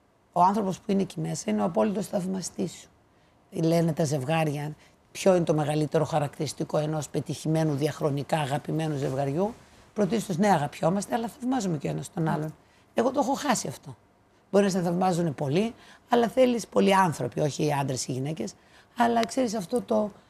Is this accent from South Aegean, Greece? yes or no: no; Trypotamos, Western Macedonia, Greece; also born or lived in Germany; Τρυπόταμο της Φλόρινας σε ένα χωριό 300 ανθρώπων, mm. που δεν έχει τον ήλιο μοίρα, είπαμε, η Πινέζ όταν έμπαινε στο χάρτη, χανόταν το χωριό μου.